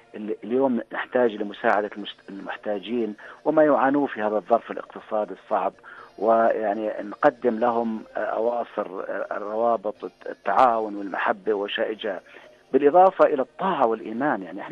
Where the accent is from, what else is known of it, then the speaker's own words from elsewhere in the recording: Jordan; اللي إحنا كأردنيين نفخر في العيد 80 لعيد الاستقلال المملكة الأردنية الهاشمية